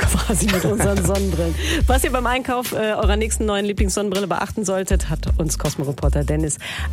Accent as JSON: {"language": "German", "country": "Italy", "said": "ich als Italienerin"}